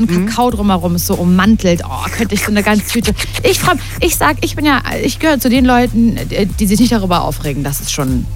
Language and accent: German; Turkey; Ich habe keinen Plan, was das ist. Ich bin Türkin.